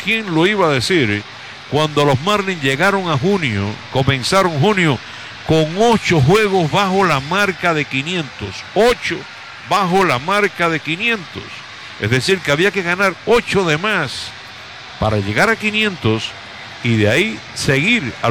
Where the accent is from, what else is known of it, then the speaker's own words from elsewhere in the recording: Camajuaní, Villa Clara, Cuba; Son dos barrios que hay en mi pueblo natal, Camas Juaní.